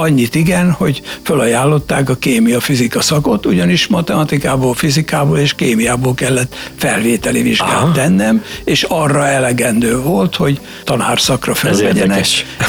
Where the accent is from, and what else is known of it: Törtel, Pest, Hungary